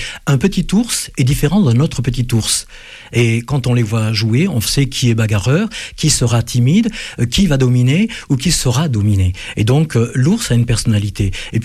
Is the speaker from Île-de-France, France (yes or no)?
no; Auvergne-Rhône-Alpes, France; Je connais bien l'Ardèche parce que c'est ma région d'origine avec la Drôme.